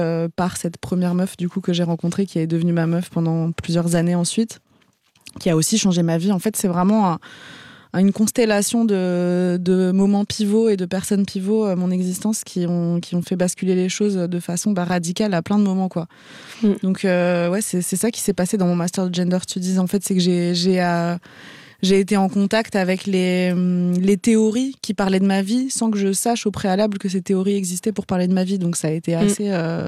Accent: Algeria; born there; je suis née en Algérie pendant la guerre civile

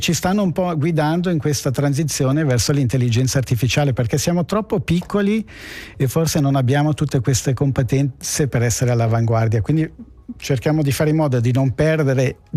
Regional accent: Locarno, Ticino, Switzerland; sono di Locarno

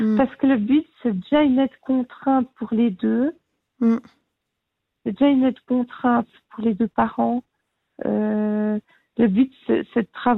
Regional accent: Normandy, France; je suis normande.

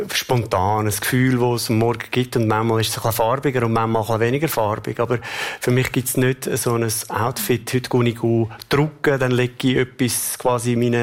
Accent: Glarus, Switzerland; Ich bin aufgewachsen da im Glarnerland

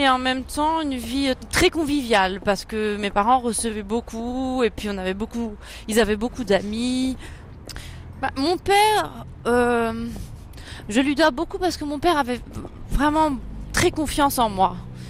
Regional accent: Rabat, Rabat-Salé-Kénitra, Morocco; J'ai été élevée à Rabat, au Maroc, dans les années 80 et 90. Donc, bon, c'est la capitale du Maroc

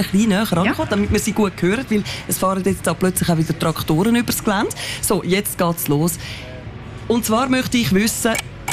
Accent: Zurich, Switzerland; Ich als Zürcherin darf mich ja selber über Zürcherinnen und Zürcher lustig machen.

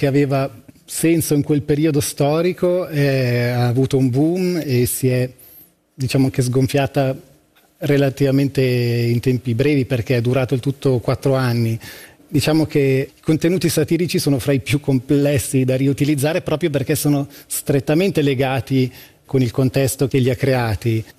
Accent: Italian-speaking Switzerland, Switzerland

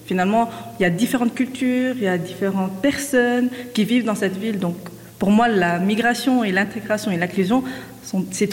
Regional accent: La Chaux-de-Fonds, Neuchâtel, Switzerland; moi, je suis née à la Chaux-de-Fonds. Donc c'est une ville qui m'a construite.

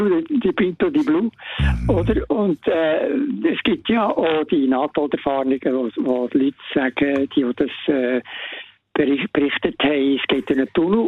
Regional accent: Bern, Switzerland; Ich bin Berner, bei der Rolli.

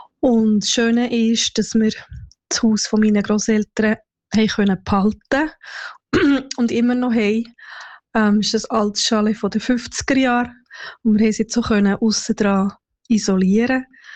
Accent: Zurich, Switzerland; Meine Grosseltern mütterlicherseits sind Brienzer. Ich bin nachher aber im Kanton Zürich aufgewachsen.

